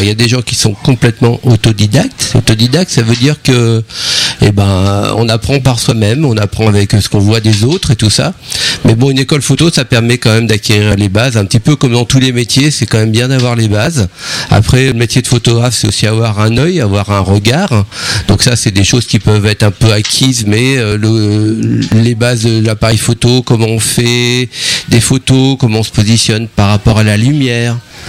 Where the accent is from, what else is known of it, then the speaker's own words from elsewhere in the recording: Rugles, Normandy, France; Donc j'habite à Rugles, donc je suis un enfant du pays, un enfant de Normandie